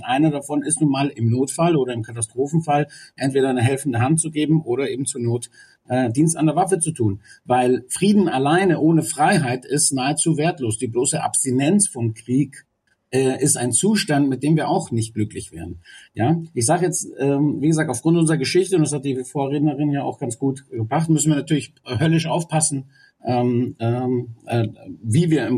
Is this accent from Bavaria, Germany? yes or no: yes; Munich, Bavaria, Germany; Ich bin ein in München geborener Grieche, habe die deutsche Schule absolviert und in München studiert. Ich bin Münchner Kindl, lediglich griechischer Staatsbürger.